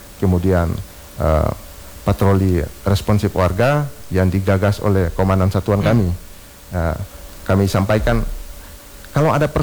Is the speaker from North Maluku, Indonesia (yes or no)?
yes; North Maluku, Indonesia; wilayah Maluku Utara ini kebetulan kita juga putra daerah.